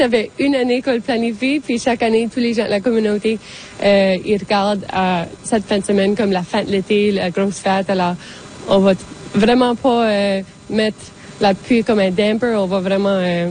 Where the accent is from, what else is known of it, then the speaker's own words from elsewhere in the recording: Acadia, Canada; se souvenir qu'on est acadienne, culture est acadienne, alors au fond, notre cœur est acadien.